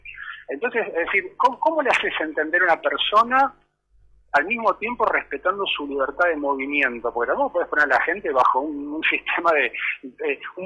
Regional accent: Argentina

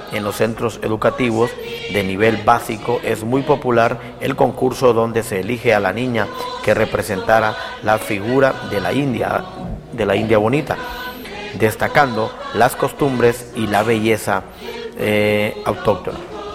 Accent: Honduras

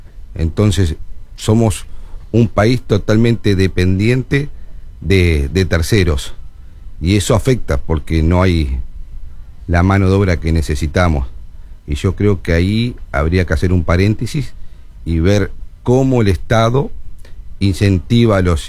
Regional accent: Maldonado, Uruguay; born there; No nací en Maldonado

